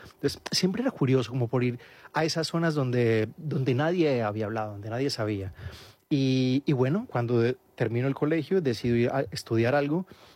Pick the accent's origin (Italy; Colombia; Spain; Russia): Colombia; Medellín, Antioquia; born there; also born or lived in Marinilla / Manizales / Turbo / Montería; yo nací en Medellín, después de eso mis padres se fueron a Marinilla, que es un, haz de cuenta como decir, vivo en la sierra, uh-huh. y ahí vivimos yo creo que los primeros años de mi vida.